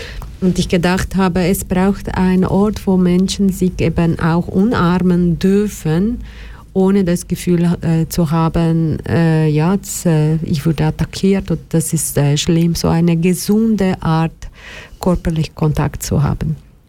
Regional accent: Brazil; German is a second language; moved away as an adult; Ich bin Brasilianerin

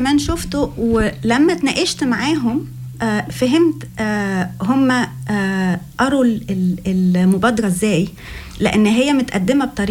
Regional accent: Egypt; moved away as an adult; now in Canton of Schwyz, Switzerland; من مصر، بقالي عايشة هنا في سويسرا 22 سنة. أخذت الجنسية أو الباسبور السويسري من أكتر من 10 سنين وعايشة هنا في كانتون شفيتس.

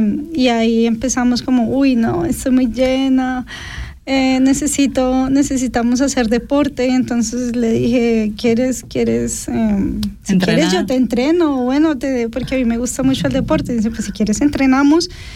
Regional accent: Colombia; Sí, bueno, pues es que soy colombiana y al final creo que eso

